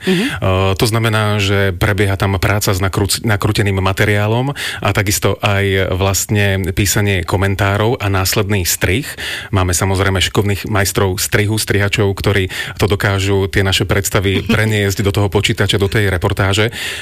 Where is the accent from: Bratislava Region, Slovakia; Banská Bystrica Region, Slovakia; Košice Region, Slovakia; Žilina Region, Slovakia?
Žilina Region, Slovakia; Žilina; Ja som rodák zo Žiliny